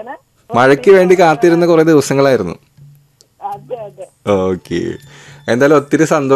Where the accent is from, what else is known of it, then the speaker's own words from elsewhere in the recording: Kizhakkambalam, Kerala, India; born there; ഞാൻ കിഴക്കമ്പലം എന്നൊരു സ്ഥലത്ത് പഠിച്ചത്. അപ്പൊ അവിടെ ഒരു താമരശാൽ എന്ന് പറഞ്ഞ, കിഴക്കമ്പലം എന്ന് പറഞ്ഞ ഒരു സ്കൂളിലാണ് പഠിച്ചത്.